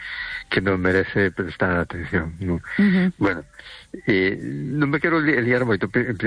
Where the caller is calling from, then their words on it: A Coruña, Galicia, Spain; de Coruña.